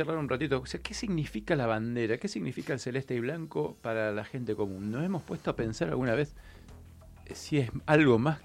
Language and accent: Spanish; Argentina; esta nación que somos como argentinos